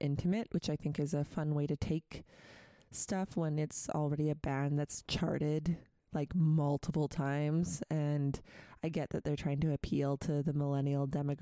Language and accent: English; Prince George, British Columbia, Canada; So we would listen to what was back in the day known as 94X when I was growing up in Prince George.